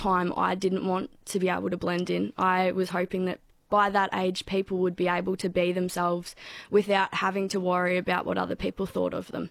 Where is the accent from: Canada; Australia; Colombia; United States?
Australia; Bendigo, Victoria; Yep, born and bred in Bendigo.